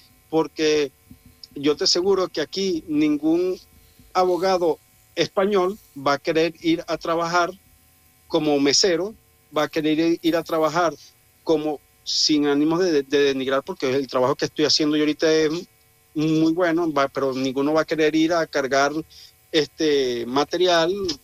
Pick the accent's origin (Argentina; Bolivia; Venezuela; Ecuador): Venezuela; y más aún en mi país. En Venezuela